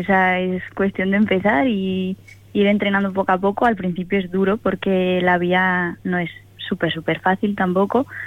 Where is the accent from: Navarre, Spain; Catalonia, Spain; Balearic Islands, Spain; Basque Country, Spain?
Navarre, Spain; Ansoáin; born there